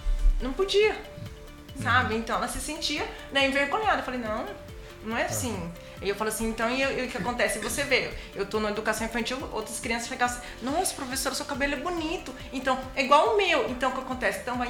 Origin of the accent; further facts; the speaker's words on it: Goiás, Brazil; vim de outro estado, eu vim de Goiás.